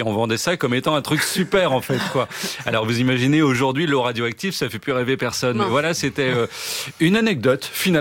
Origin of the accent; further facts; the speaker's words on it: Brittany, France; Ben moi j'ai grandi en Bretagne